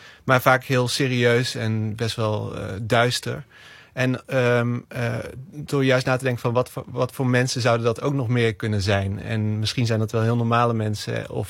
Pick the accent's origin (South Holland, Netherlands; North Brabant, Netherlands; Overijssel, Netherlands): North Brabant, Netherlands; moved away; Wij zijn wel geboren en getogen in Brabant. Maar ja, wij zijn dan de andere kant op gegaan.